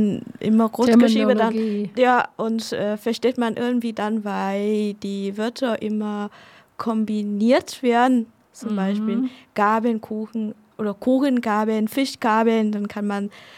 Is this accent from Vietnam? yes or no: yes; Hanoi, Vietnam; German is a second language; now in Germany; Ich habe angefangen in meiner Heimatstadt zu lernen.